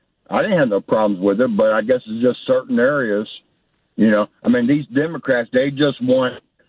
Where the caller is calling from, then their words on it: Charles Town, West Virginia, United States; So I live in Charlestown, which is in Jefferson County, West Virginia.